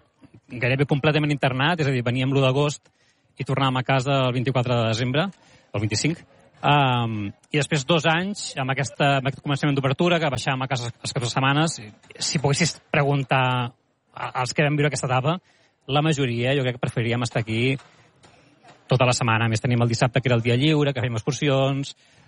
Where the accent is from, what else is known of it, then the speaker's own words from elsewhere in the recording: Catalonia, Spain; com a catalans